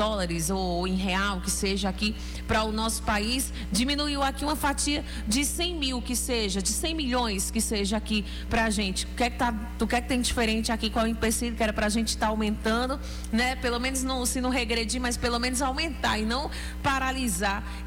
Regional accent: Brazil

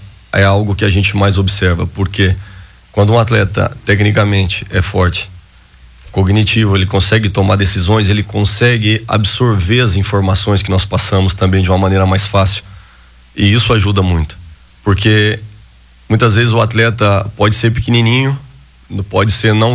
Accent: Brazil; Eu, como brasileiro

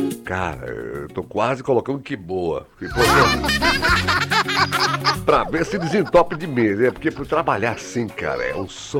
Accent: Salvador, Bahia, Brazil; Minha avó é baiana, eu também sou baiano. Olha só, eu também sou baianinho, querida. Só tem um pequeno detalhe que eu sempre falo, né? Eu sou aqui de Salvador, Bahia, na Gema.

